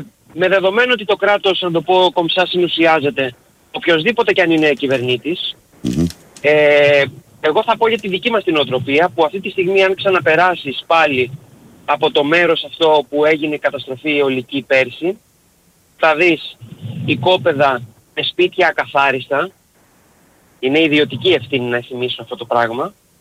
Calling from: Greece; για την νοοτροπία που έχουμε σαν Έλληνες.

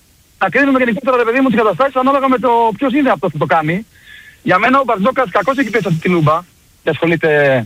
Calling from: Peristeri, Attica, Greece; Εγώ είμαι από το Περιστέρι, Ολυμπιακός.

